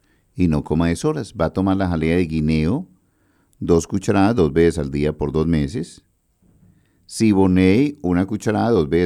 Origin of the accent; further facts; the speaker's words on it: Medellín, Antioquia, Colombia; born there; En Campo Valdés, en Manrique, por ejemplo, en la cuadra donde yo nací, en San Martín.